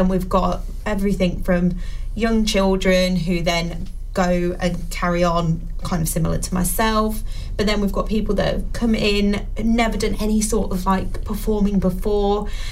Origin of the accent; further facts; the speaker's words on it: Fleckney, East Midlands, United Kingdom; now in Market Harborough, United Kingdom; So, I'm actually based in Harborough, but I was born and bred in Fleckney.